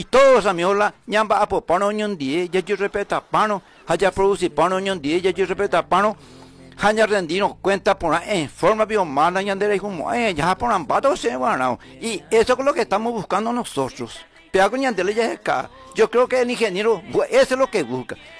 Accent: Paraguay; como ciudadano paraguayo, como paraguayo y como correligionario del Partido Colorado

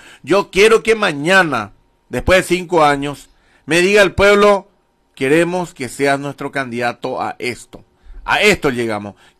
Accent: Carapeguá, Paraguarí, Paraguay

